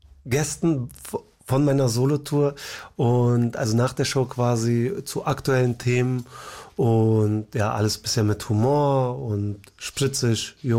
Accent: Berlin, Germany; ich identifiziere mich als Berliner, ich bin hier geboren, aufgewachsen.

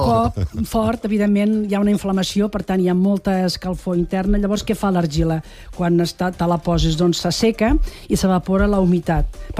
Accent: Puigverd d'Agramunt, Catalonia, Spain; now in Arbeca, Spain; Jo sóc de Puigverd de Gramunt.

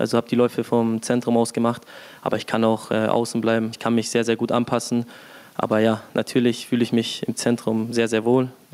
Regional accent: Amberg, Bavaria, Germany; born there; weil ich eben aus Bayern komme. In Amberg sind ja auch alle Bayern-Fans.

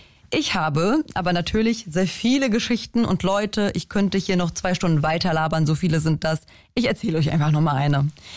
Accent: Germany; kann ich meine deutsche Cousine mitbringen

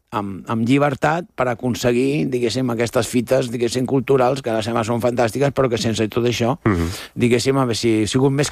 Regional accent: Barcelona, Catalonia, Spain; born there; jo que sóc nascut a Hostafrancs

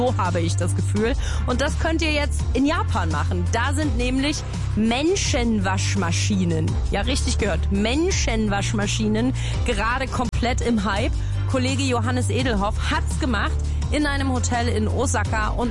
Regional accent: East Germany, Germany; Und ich bleib natürlich beim Waschlappen, weil ich bin Ossi.

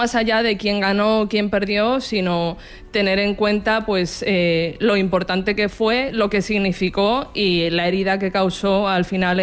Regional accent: Community of Madrid, Spain; also born or lived in Valladolid; soy medio madrileña, medio vallisoletana

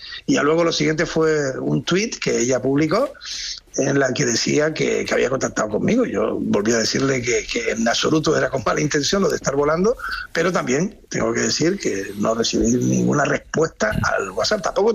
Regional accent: Canary Islands, Spain; Yo soy canario, como bien exponías, pero es que además era presidente de Canarias cuando tuvimos el primer caso de COVID en nuestro país.

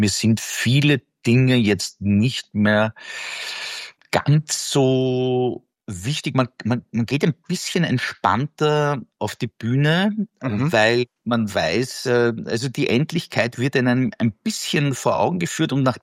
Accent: Vienna, Austria; Also der Tod ist für uns Wiener ja eine lustige Episode

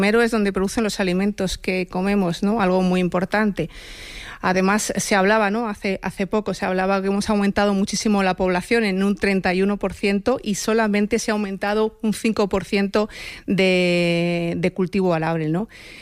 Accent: Medina de Rioseco, Castile and León, Spain; Bueno, pues en mi pueblo, que es la ciudad de los almirantes, es un municipio que actualmente tiene 4.600 y pico habitantes, es cabecera de comarca

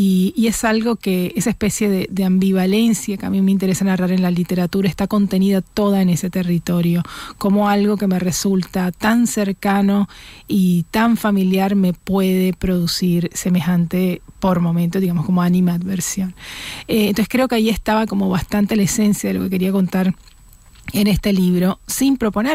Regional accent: Colombia; moved away as an adult; now in Buenos Aires, Argentina; pero no me hice nunca argentina porque soy colombiana y porque realmente mis temas de escrituras, mi mirada y mi idiosincrasia básicamente está puesta ahí, en ese lugar, en esa geografía en la que crecí.

